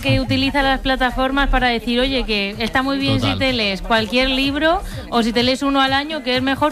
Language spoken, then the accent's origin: Spanish; Community of Madrid, Spain; Yo soy muy madrileña para estar con ella.